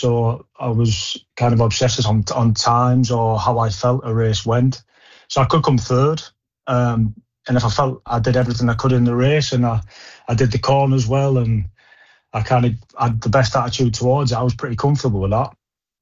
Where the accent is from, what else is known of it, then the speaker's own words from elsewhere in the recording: Middlesbrough, North East England, United Kingdom; growing up in Middlesbrough